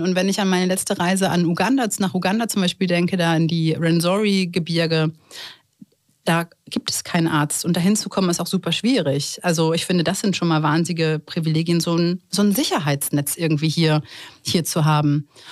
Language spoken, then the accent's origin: German; Germany